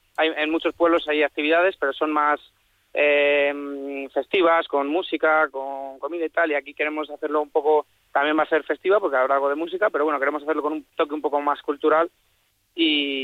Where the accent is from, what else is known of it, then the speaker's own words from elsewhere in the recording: Autilla del Pino, Castile and León, Spain; yo soy de Autilla del Pino, soy el presidente de una asociación de jóvenes